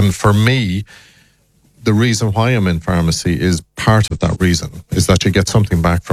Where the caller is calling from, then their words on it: Ballina, Connacht, Ireland; Mayo is my home now, you know, and I've been here for nearly 30 years, and, you know, from the, you know, Belmullet right up to Ballina, my hometown